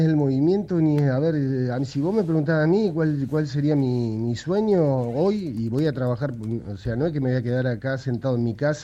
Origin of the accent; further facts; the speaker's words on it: Río Grande, Tierra del Fuego, Argentina; nosotros nos criamos así, en ese Río Grande, en un Río Grande lleno de lagunas por todo el pueblo